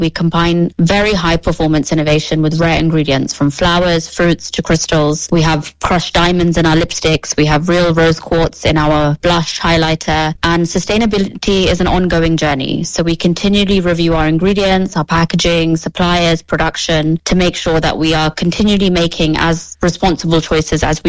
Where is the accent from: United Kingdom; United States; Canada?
United Kingdom; London; moved away as an adult; now in Dubai, United Arab Emirates; And London is my home country. You know, it was home to me for many years